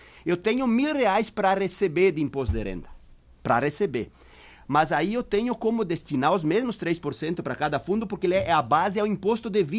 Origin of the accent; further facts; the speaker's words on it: São João da Urtiga, Rio Grande do Sul, Brazil; Vou pegar a minha terra agora, São João da Ortiga, que é bem menor do que Sananduva, bem menor